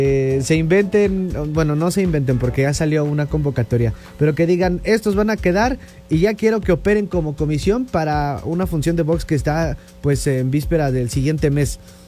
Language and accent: Spanish; Hidalgo, Mexico; somos luchadores hidalguenses